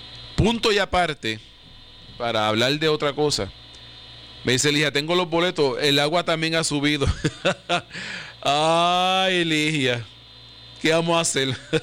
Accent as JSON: {"language": "Spanish", "country": "Puerto Rico", "said": "como puertorriqueño, siento por mí y siento por los míos."}